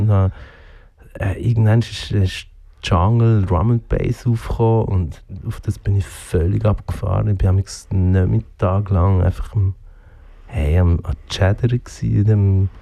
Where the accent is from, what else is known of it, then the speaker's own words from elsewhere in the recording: Biel, Bern, Switzerland; In Biel aufgewachsen